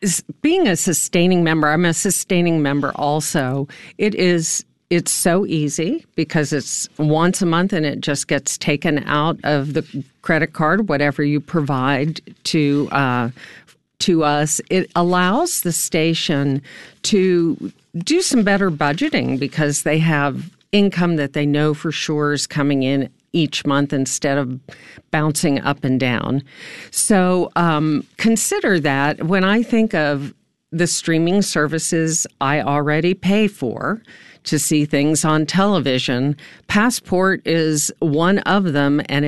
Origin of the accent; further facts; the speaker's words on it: Texas, United States; moved away; I'm from Texas